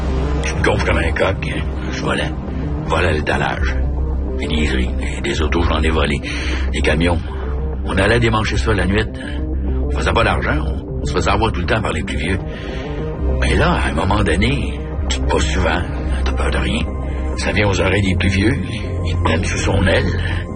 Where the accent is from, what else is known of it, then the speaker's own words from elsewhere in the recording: Quebec City, Quebec, Canada; Je suis pas venu au monde croche, tabarnak. J'ai été élevé à Saint-Roch, j'étais à Limoilou, y'avait rien.